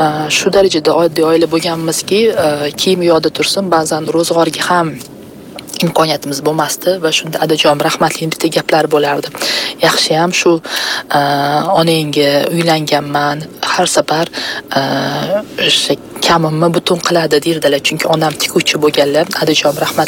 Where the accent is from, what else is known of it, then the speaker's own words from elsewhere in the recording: Tashkent, Uzbekistan; Chorsuda ish shaharda katta bo'lganman